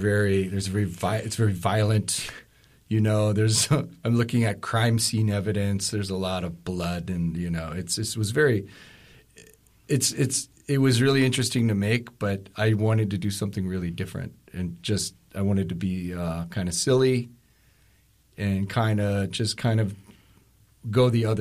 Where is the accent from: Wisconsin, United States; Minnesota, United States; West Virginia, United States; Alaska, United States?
Alaska, United States; Kotzebue; now in Anchorage, United States; I'm born and raised in Kotzebue. I've lived in Anchorage for about 30 years now.